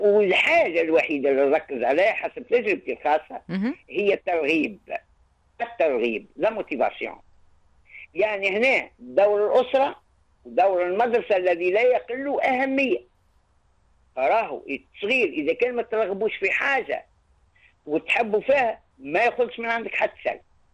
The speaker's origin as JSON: {"language": "Arabic", "country": "Tunisia"}